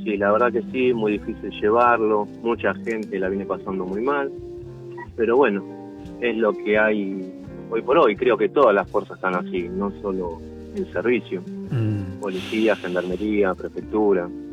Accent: San Justo, Argentina; De San Justo, señor.

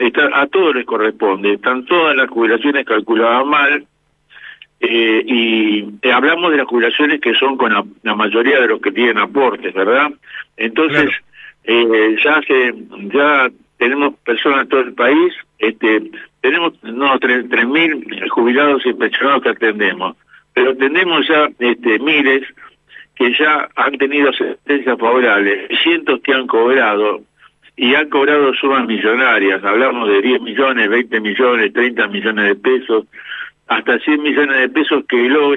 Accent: Lanús, Buenos Aires Province, Argentina; born there; nuestro origen está en la provincia de Buenos Aires, en la localidad de Lanús, así que también somos bonaerenses de nacimiento, como muchos de ustedes, y llevamos el alma de la provincia dentro de nuestro corazón.

